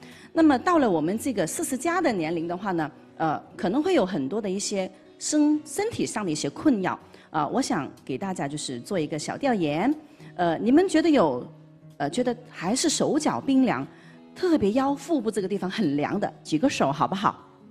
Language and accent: Chinese; Guangdong, China; 因为我是广东人，刚才跟大家打招呼的时候我就用了粤语啊